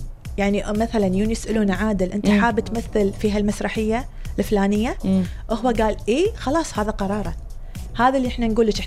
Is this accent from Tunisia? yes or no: no; Kuwait; احنا عائله كويتيه يعني كأي عائلة كويتية